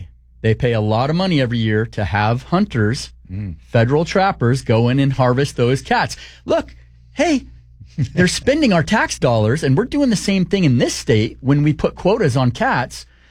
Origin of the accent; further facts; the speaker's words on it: Washington, United States; And it's so sad to me to see what's become of my home state, which forces me to go to other states.